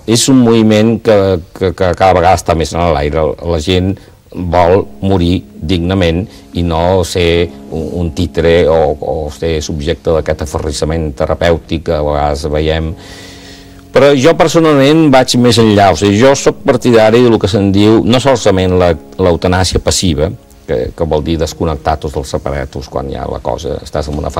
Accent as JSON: {"language": "Catalan", "region": "Catalonia", "country": "Spain", "said": "Jo em sento català"}